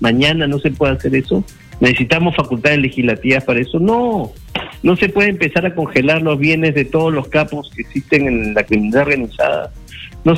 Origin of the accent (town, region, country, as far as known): Peru